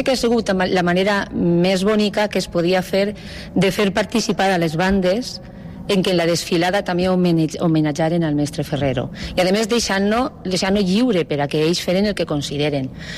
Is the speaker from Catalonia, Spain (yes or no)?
no; Ontinyent, Valencian Community, Spain; com soc d'Ontinyent, com sempre els directors venen de fora, però com jo soc d'Ontinyent